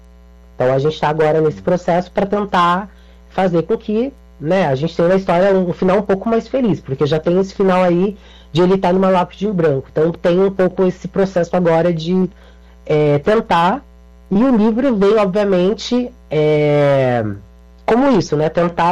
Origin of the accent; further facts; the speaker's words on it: Rio Grande do Sul, Brazil; Eu sou gaúcho.